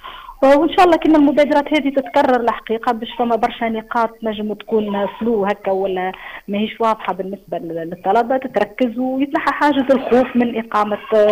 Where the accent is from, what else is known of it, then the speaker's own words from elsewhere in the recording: Tunisia; هذه عقلية موجودة عندنا في تونس بصفة خاصة